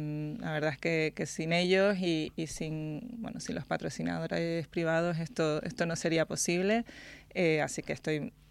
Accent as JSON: {"language": "Spanish", "region": "Canary Islands", "country": "Spain", "said": "si encima lo puedo hacer en Canarias, en mi tierra"}